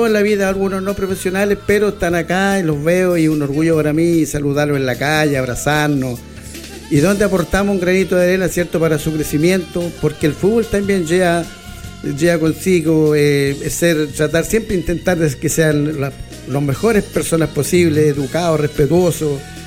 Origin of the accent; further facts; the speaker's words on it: Longaví, Maule, Chile; ser un longaviano acá, de tomo y lomo, ¿cierto? Nacido y criado en mi pueblo, al cual amo mucho. Y yo creo que ya nos vamos a quedar aquí